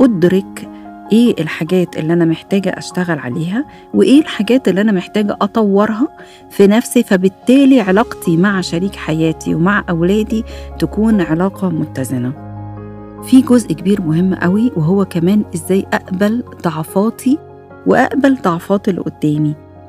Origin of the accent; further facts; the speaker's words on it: Egypt; عندنا في مصر هنا